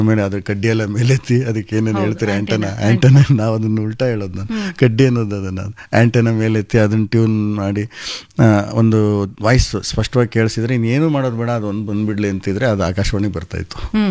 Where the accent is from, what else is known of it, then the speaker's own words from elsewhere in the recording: Kodihalli, Karnataka, India; now in Bengaluru, India; ನಮ್ಮದು ಕನಕಪುರ ಹತ್ರ ಕೋಡಿಹಳ್ಳಿ ಅಂತ ಒಂದು ಊರು, ಅಲ್ಲಿ ಒಂದು ಟೆಂಟ್ ಇತ್ತು ವಿನಾಯಕ ಅಂತ.